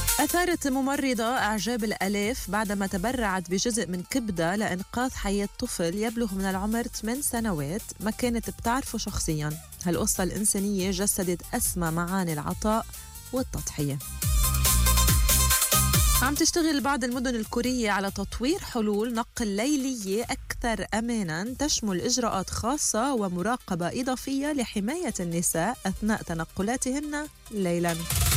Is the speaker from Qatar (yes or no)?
no; Lebanon; بعتقد نحنا كلبنانيين بحاجة لإجازة 6 شهور مرتين بالسنة.